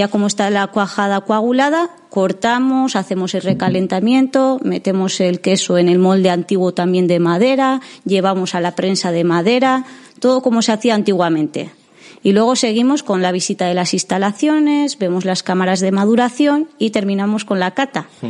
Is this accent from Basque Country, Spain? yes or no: yes; Zerain, Basque Country, Spain; Bueno, yo soy de Zerain, porque las ovejas tenemos en Zerain y mis padres son de Zerain, y la quesería tenemos en Idiazábal.